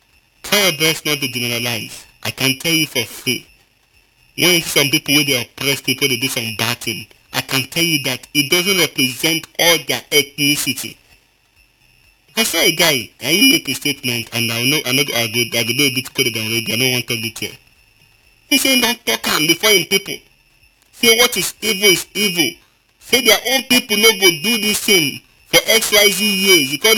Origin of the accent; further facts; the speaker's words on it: Lagos, Nigeria; I grew up in Lagos.